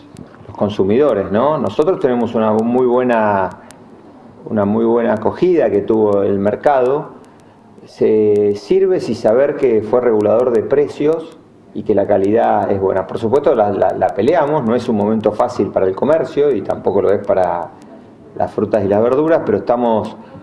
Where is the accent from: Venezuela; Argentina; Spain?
Argentina; nosotros estábamos muy acostumbrados como argentinos